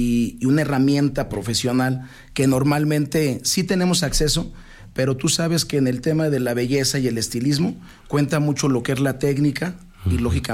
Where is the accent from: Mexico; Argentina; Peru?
Mexico; Aguascalientes; nosotros somos de aquí de Aguascalientes.